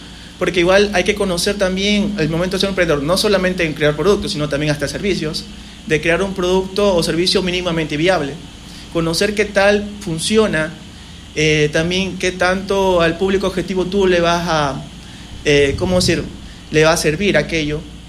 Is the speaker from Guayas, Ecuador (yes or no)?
no; Los Ríos, Ecuador; en Recinto donde soy oriundo, en la Federico Intriago